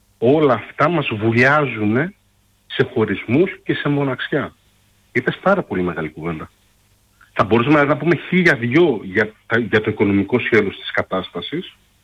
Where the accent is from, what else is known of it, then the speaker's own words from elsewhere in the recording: Greece; Φταίμε εμείς, σαν Έλληνες, σαν λαούς.